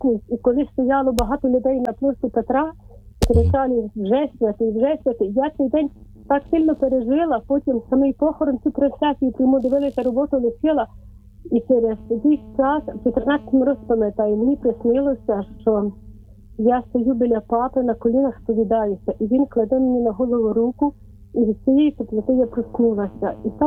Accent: Kamianets-Podilskyi, Khmelnytskyi Oblast, Ukraine; also born or lived in Chortkiv; я з Кам'янця-Подільського. Але коли приїхав папа, ми тоді проживали в місті Чорткові на Тернопільщині.

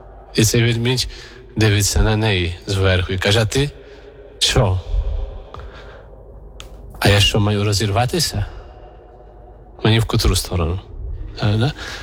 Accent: Warsaw, Masovian Voivodeship, Poland; moved away as an adult; now in Kyiv, Ukraine; я сам родом з Варшави, теж зі столиці.

